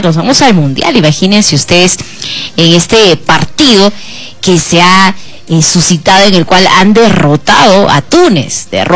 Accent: Peru

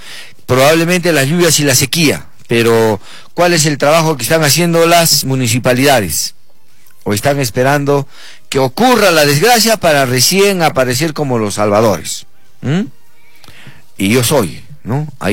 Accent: Arequipa, Peru; No, yo ya soy arequipeña porque vivo desde muy pequeña en nuestra ciudad, aquí en Arequipa

